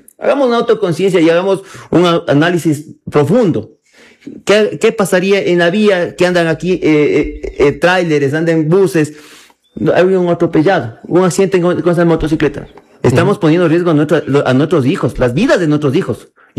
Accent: Ecuador; somos ecuatorianos

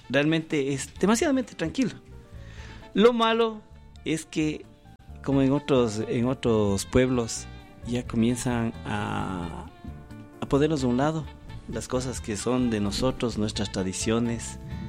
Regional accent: Zámbiza, Pichincha, Ecuador; venimos de Zambisa. Venimos bien preparados para darnos a conocer la parroquia. Nosotros somos una parroquia de 442 años, una de las parroquias ya más antiguas del distrito metropolitano. Tenemos mucha cultura, muchas tradiciones

